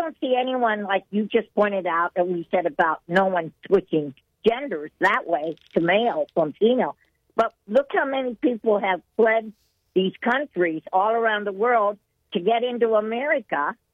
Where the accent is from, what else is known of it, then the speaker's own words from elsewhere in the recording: Pennsylvania, United States; now in Ohio, United States; I'm from Central PA originally.